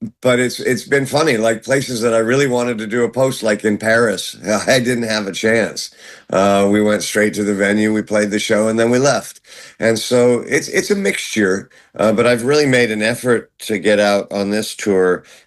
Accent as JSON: {"language": "English", "region": "London", "country": "United Kingdom", "tie": "born there", "said": "Yes, I was born in London at St. Mary's Hospital, and yeah, and my family is actually from Scotland, both sets of grandparents"}